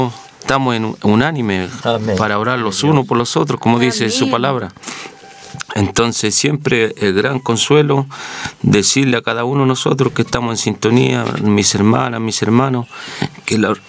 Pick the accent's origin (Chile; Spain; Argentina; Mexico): Chile; nosotros como chilenos, como hijos de Dios